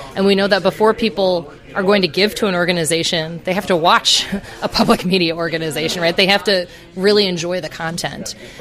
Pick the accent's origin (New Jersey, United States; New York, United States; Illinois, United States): Illinois, United States; It makes me so proud of Central Illinois. It makes me so proud of my hometown.